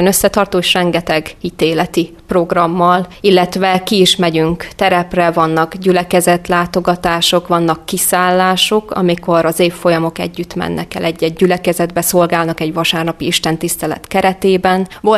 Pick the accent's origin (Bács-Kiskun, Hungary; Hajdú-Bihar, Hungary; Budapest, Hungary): Hajdú-Bihar, Hungary; Debrecen; moved away as an adult; now in Szatmár, Hungary; Azért, mert én ugye Debrecenbe, egy civis városba, egy nagyvárosba nőttem fel.